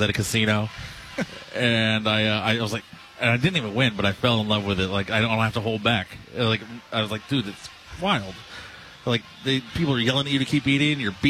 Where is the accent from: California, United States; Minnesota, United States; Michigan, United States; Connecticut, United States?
California, United States; Vallejo; also born or lived in San Jose, California; I grew up in Vallejo, California